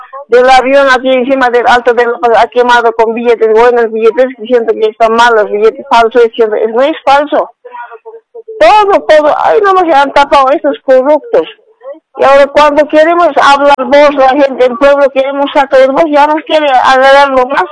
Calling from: La Paz, Bolivia; Estoy llamando de Ciudad de La Paz.

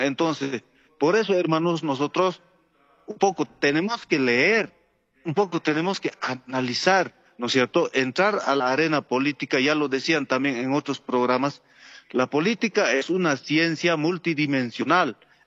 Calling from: Potosí, Bolivia; desde el sudoeste potosino.

